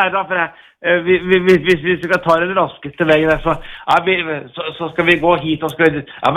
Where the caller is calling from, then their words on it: Lillehammer, Innlandet, Norway; og jeg kommer fra Lillehammer.